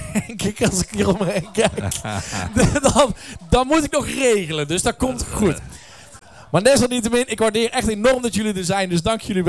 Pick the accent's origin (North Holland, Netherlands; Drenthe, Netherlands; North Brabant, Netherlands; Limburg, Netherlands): North Brabant, Netherlands; Oss; Ik kom uit Os. Nederland